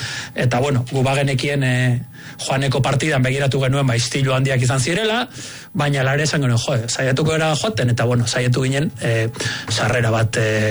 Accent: Bosnia & Herzegovina; Basque is a second language; now in San Sebastián, Spain; ni Donostia etorri nintzen, gerra hasi zen, gure herrian, gurasoi etxea arrezieten, lagunak hilzizkidaten, ni Zubietan nengoen entrenatzen, eta ez nuen etxera bueltatu nahi Bosniako gerrako notiziak entzutera.

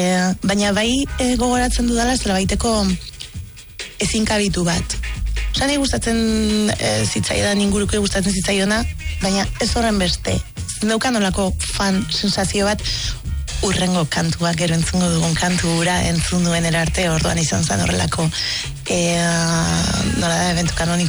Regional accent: Arrasate, Basque Country, Spain; 80. Markada hasieran jaio nintzen Arrasaten.

